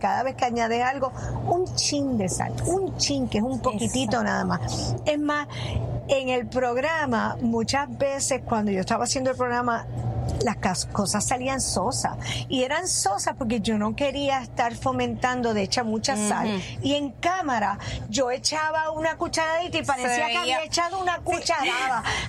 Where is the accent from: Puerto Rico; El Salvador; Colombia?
Puerto Rico; also born or lived in Boston